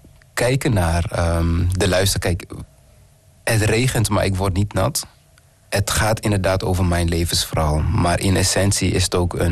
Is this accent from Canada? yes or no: no; Rwanda; moved away; ik ben geboren in Rwanda.